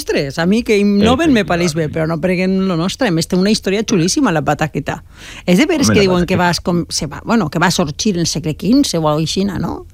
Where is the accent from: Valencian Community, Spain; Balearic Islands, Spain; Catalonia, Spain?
Valencian Community, Spain; jo soc de l'Horta, i en les falles sí que li tirem mà